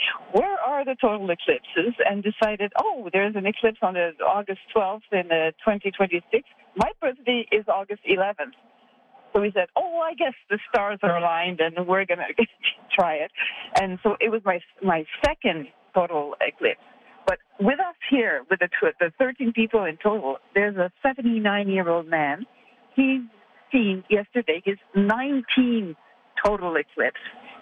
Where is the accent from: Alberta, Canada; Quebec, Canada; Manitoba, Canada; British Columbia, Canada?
Quebec, Canada; From Quebec, from Canada.